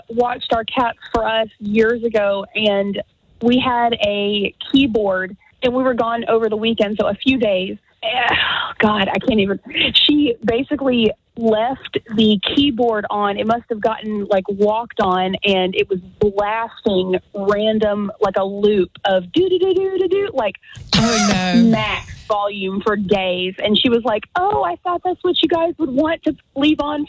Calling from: Huntsville, Alabama, United States; From Huntsville.

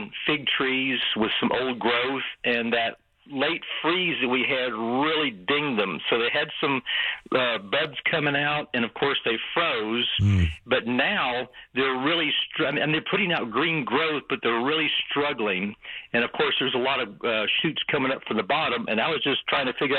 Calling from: Blanco, Texas, United States

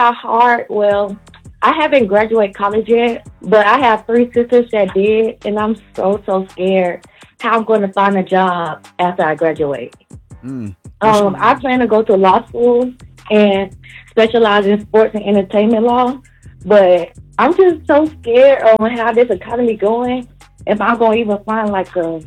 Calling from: Georgia, United States; I'm calling from Georgia.

